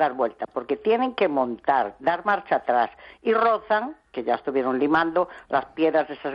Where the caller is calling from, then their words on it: A Coruña, Galicia, Spain; Aquí en el centro, o sea, yo vivo en Blanco Rajoy.